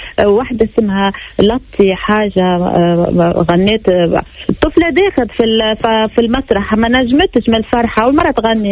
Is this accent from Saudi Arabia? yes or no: no; Tunisia; بالنهاية أنا بنت تونس.